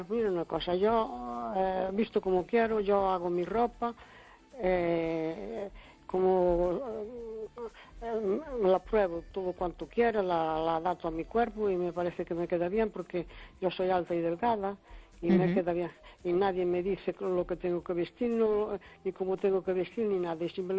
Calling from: Cespón, Galicia, Spain; de Cespón, muy bien, gracias.

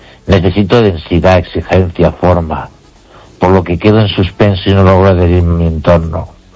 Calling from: Ourense, Galicia, Spain; desde Orense.

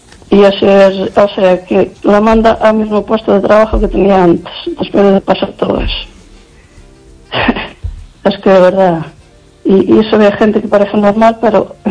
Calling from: Lugo, Galicia, Spain; Buenas noches

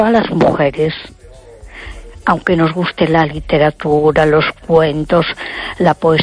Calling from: A Coruña, Galicia, Spain; de Coruña.

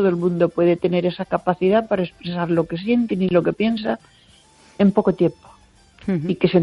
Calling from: Baiona, Galicia, Spain

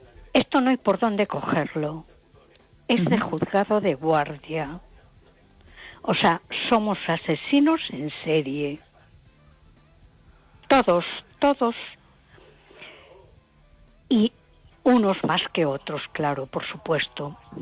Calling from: A Coruña, Galicia, Spain; de Coruña.

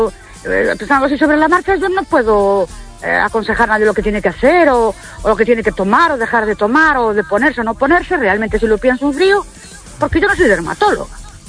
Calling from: Ourense, Galicia, Spain; de Orense otra vez.

